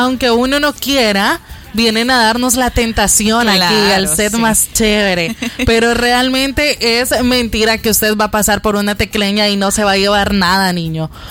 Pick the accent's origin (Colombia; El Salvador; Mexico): El Salvador; son productos que como salvadoreños nos gustan muchísimo.